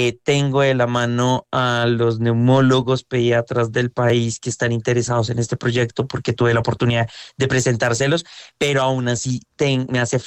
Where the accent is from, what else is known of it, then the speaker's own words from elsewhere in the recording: Colombia; pero pues como buen colombiano, recursivos e ingeniosos, desarrollamos esa tecnología desde aquí, desde Colombia